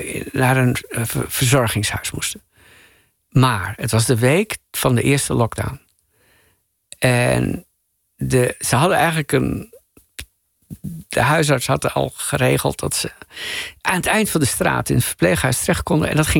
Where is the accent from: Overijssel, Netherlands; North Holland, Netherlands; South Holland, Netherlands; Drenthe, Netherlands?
Drenthe, Netherlands; Assen; moved away; We woonden aan de rand van Assen, provinciestadje.